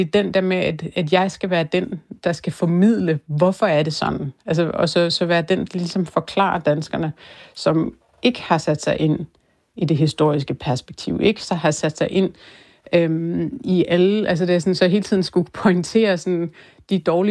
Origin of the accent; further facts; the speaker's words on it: Greenland; i og med, at jeg er grønlænder.